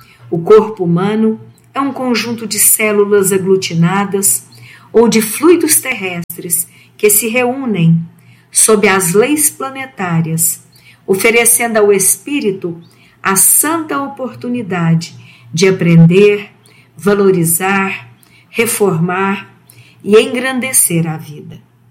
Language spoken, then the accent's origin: Portuguese; Uberlândia, Minas Gerais, Brazil